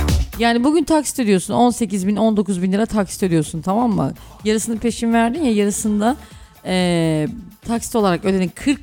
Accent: Düzce, Turkey; Düzce firması kardeşim. Düzce'liyiz biz be.

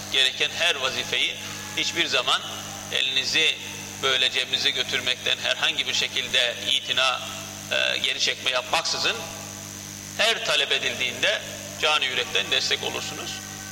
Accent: Kayseri, Turkey; ben bir Kayserili olarak

